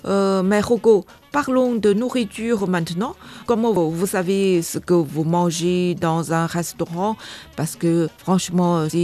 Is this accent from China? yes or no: yes; China; Même moi, en tant que Chinois